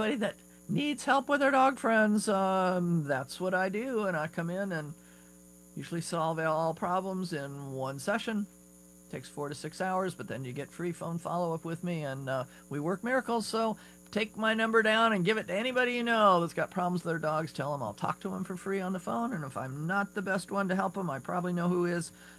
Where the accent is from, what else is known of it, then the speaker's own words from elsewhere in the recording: Seattle, Washington, United States; when I grew up here, I grew up in Seattle.